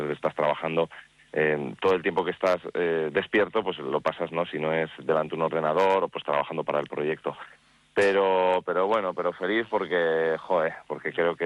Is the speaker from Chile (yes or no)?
no; Vitoria-Gasteiz, Basque Country, Spain; born there; yo soy nacido aquí en Gasteiz